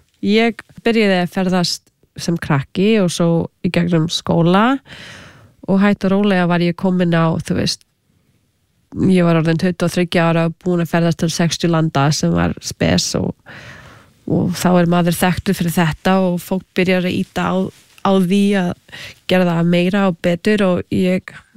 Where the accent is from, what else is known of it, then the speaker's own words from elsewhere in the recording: Canada; also born or lived in United States / Australia; ég ólst upp í Kanada með halv indverskri móðu frá Suður Ameríku svo ég var þegar alþjóðlegt barn og með nokkur tungumál sem ég gat notað